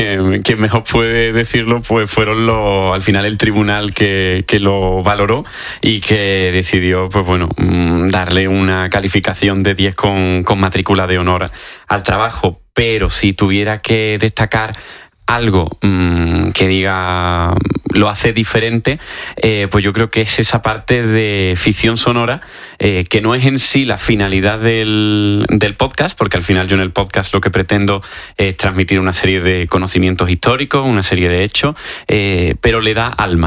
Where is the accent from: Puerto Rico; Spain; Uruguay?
Spain; Córdoba, Andalusia; yo soy de Córdoba